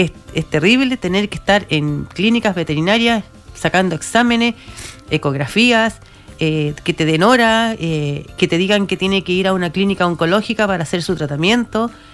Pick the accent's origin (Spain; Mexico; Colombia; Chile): Chile; somos chilenos